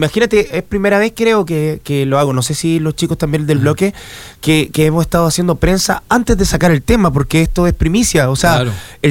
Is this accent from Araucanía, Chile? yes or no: no; Antofagasta, Chile; Yo soy de Antofagasta.